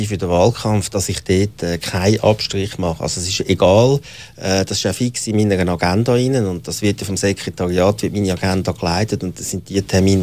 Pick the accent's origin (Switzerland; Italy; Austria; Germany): Switzerland